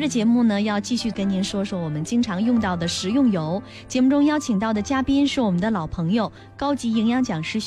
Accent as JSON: {"language": "Chinese", "country": "China", "said": "我们中国人的烹饪方式离不了它"}